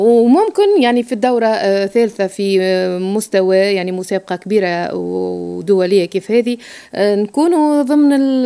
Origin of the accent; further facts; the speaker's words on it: Tunisia; احنا في تونس